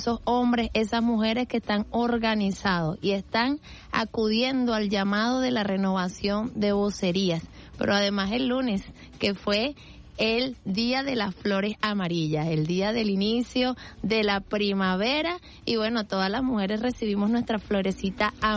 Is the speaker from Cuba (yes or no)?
no; Venezuela; los que somos venezolanos